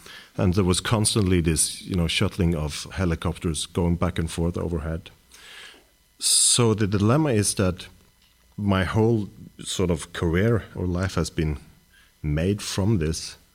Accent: Stavanger, Rogaland, Norway; Since I'm from Stavanger, which we call the oil capital of Norway, it has had a great impact on my life. The city of Stavanger completely changed from the early 70s. When I grew up, the city was still in a huge transformation period

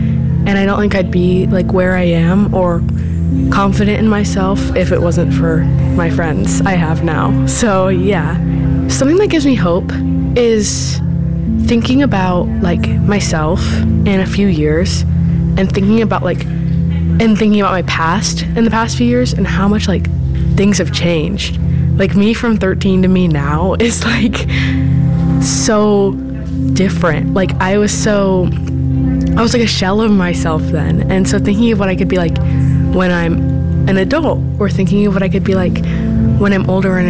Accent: Indianapolis, Indiana, United States; I'm from Indianapolis.

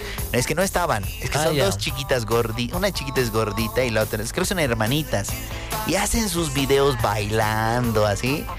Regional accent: Senkata, La Paz, Bolivia; Yo, que soy de Sencata, voy a enamorar a la zona sur.

